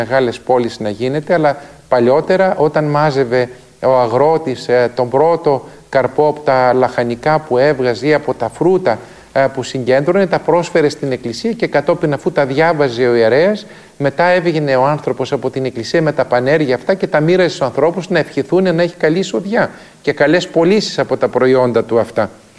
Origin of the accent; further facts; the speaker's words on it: Eastern Macedonia and Thrace, Greece; και ιδιαίτερα επάνω ενθυμούμε και στην πατρίδα μου τη Θράκη και στον Εύρο, και στο Σουφλί που είχαν όλα αυτά τα μεταξωτά